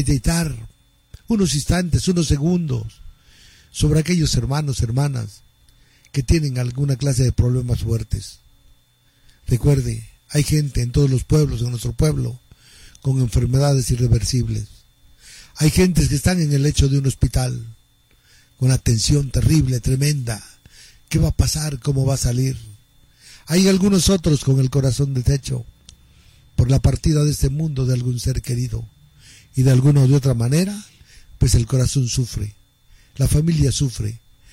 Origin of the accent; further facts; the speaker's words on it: Mexico; a mi gente de acá de San Pablo y Tepec, chulo mi pueblo.